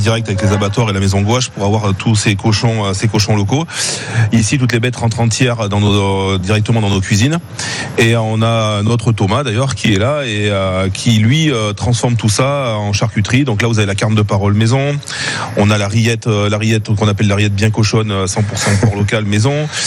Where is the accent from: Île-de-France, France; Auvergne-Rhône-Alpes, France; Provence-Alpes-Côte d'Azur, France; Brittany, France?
Auvergne-Rhône-Alpes, France; moved away as an adult; now in Pyrénées-Orientales, France; D'origine, je suis auvergnat.